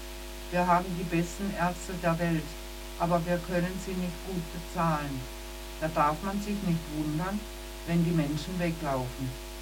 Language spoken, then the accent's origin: German; Cuba; moved away; In meiner Kindheit in Kuba haben wir die Türen nicht abgeschlossen.